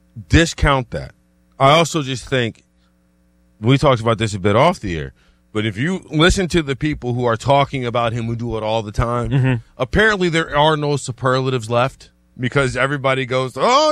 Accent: New Orleans, Louisiana, United States; I'm from New Orleans, Louisiana, born and raised, where American football just matters way too much for the political landscape, right?

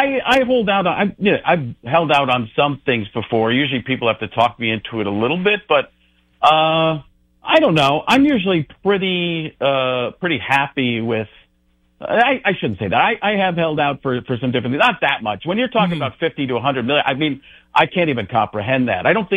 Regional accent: Wisconsin, United States; I grew up in Wisconsin.

